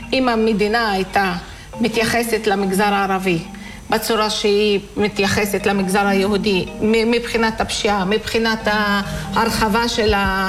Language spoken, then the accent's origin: Hebrew; Umm al-Fahm, Haifa District, Israel; moved away as an adult; now in Katzir, Israel; אני מאום אל-פחם במקור.